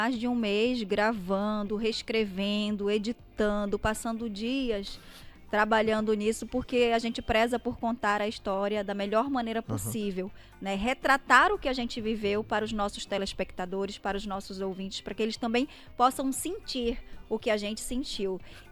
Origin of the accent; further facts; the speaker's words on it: Belém, Pará, Brazil; born there; also born or lived in Muaná, Pará; Morei lá até 8 anos e meu pai e minha mãe permitiram que eu viesse morar com uma tia aqui em Belém para que eu estudasse.